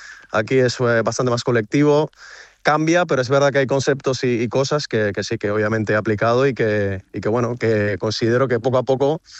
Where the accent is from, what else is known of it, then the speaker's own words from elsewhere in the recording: San Juan Bautista, Nueva Esparta, Venezuela; now in Getxo, Spain; soy de San Juan Bautista, un pueblo de Nueva Esparta, en la isla de Margarita, en Venezuela. Pero mi madre es de acá y bueno, y hace 11 años emigramos y vinimos aquí.